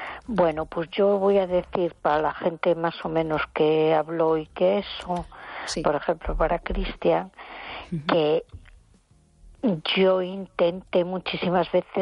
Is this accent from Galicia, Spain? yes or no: yes; A Coruña, Galicia, Spain